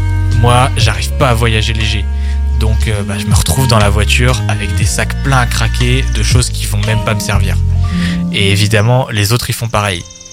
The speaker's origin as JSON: {"language": "French", "town": "Pontivy", "region": "Brittany", "country": "France", "said": "Perso, j'étudie à Nantes, en prépa. Mais je viens de Pontivy. Donc pour rentrer le week-end, c'est compliqué."}